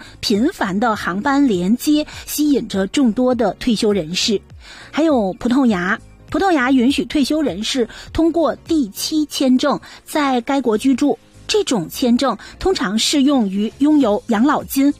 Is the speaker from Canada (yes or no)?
yes; Canada; 我们加拿大人